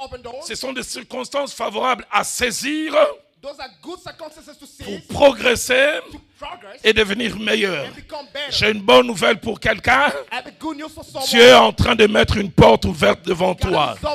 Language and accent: French; Kinshasa, DR Congo; Ah, il n'y a que les Kinois qui pourront comprendre cela. Chez nous, à Kinshasa, on dit ceci.